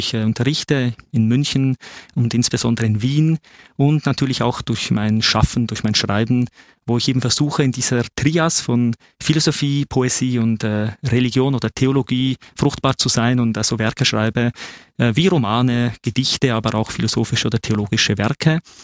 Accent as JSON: {"language": "German", "region": "Bern", "country": "Switzerland", "tie": "born or raised there", "said": "mein zweiter Vorname lässt es schon vermuten. Ich bin auch Finne, konkret also halb Schweizer, halb Finne, in Bern aufgewachsen."}